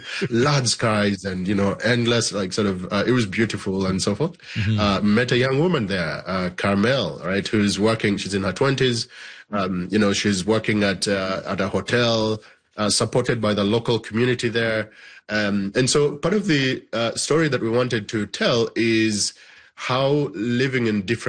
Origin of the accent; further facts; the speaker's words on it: Uganda; now in Canada; So I was born and raised in Uganda. I'm a Ugandan Canadian now, and it's very true, that back home in Uganda, we don't have.